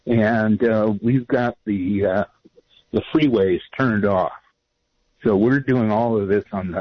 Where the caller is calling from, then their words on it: Beatrice, Nebraska, United States; I'm in Beatrice, Nebraska.